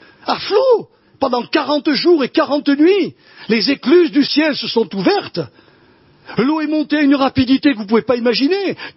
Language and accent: French; Nouvelle-Aquitaine, France; moved away; Moi, je fais partie de la Dordogne.